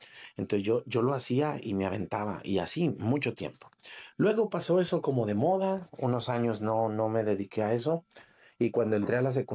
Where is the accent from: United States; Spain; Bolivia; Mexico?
Mexico; un saludo a la gente de Yagualica y a media hora de mi pueblo.